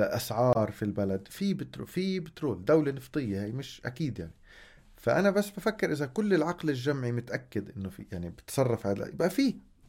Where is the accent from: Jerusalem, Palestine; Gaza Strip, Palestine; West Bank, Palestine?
Jerusalem, Palestine; وانه احنا اولاد القدس، وبصير تتصرف accordingly، يعني انه احنا عيب اولاد القدس بيعملوش هيك